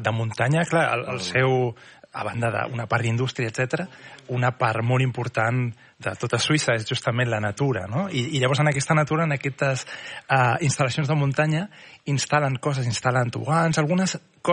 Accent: Tarragona, Catalonia, Spain; jo soc de Tarragona.

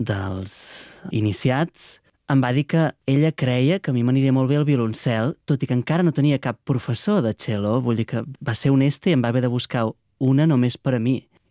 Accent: Reus, Catalonia, Spain; perquè jo sóc de Reus

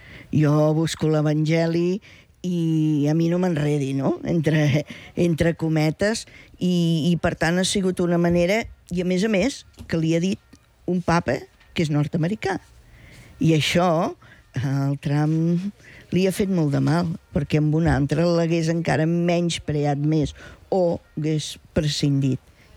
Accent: Reus, Catalonia, Spain; No, la gent de Reus, que jo sóc de Reus.

